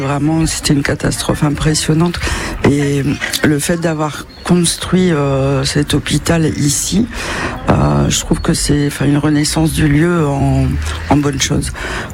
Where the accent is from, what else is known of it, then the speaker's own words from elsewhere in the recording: Occitanie, France; moi je suis des Pyrénées-Orientales